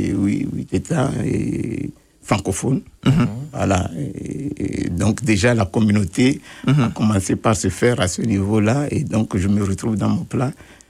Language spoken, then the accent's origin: French; Togo; now in Winnipeg, Canada; en tant que Togolais.